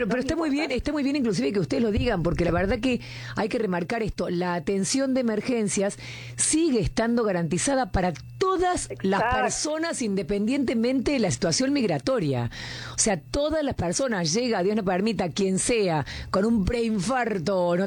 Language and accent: Spanish; Argentina; Yo pago impuestos acá, soy argentina, amo mi país